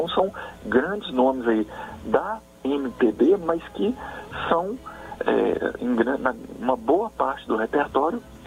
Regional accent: Minas Gerais, Brazil; Assim, eu sou de Minas, né?

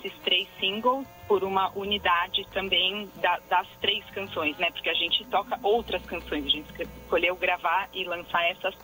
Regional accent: Botucatu, São Paulo, Brazil; Eu nasci em São Paulo, fui criada no interior, em Botucatu.

